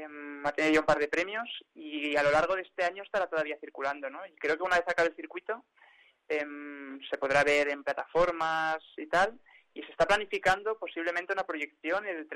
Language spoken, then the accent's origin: Spanish; Barcelona, Catalonia, Spain; Yo nací y vivo en Barcelona, pero eso, tengo a mis tíos y mis primos ahí en Soria.